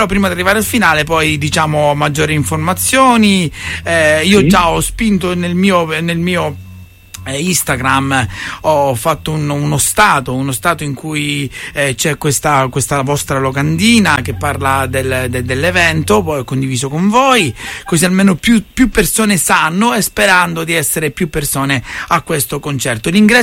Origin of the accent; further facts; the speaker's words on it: Bagnara Calabra, Calabria, Italy; also born or lived in Gioia Tauro; Io sono di Bagnara Calabra. Sono cresciuto tra Bagnara e Gioia Tauro, diciamo.